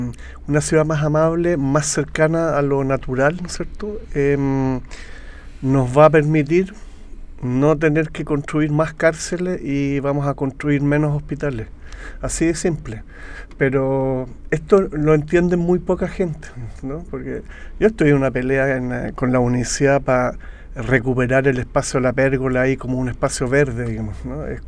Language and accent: Spanish; Viña del Mar, Valparaíso, Chile; yo crecí en Viña del Mar con un jardín